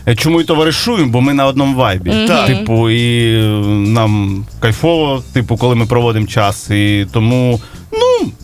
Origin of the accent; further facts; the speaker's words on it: Huliaipole, Zaporizhzhia Oblast, Ukraine; born there; Я сам з Запорізької області, з Гуляйполя, да.